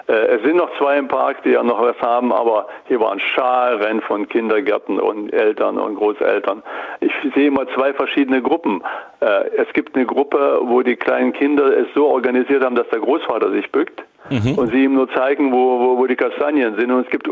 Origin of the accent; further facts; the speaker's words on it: Thuringia, Germany; Also ich fand es einen Beitrag, den man sich als Thüringer anhören sollte.